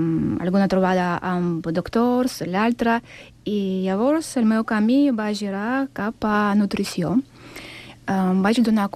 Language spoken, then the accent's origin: Catalan; Sant Cugat del Vallès, Catalonia, Spain; Soc de Sant Cugat, però cada setmana vaig a Vilafranca de Penedès perquè els senseis són meravellosos.